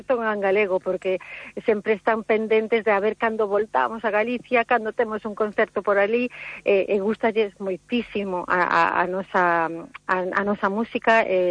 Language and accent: Galician; Brussels, Belgium; born or raised there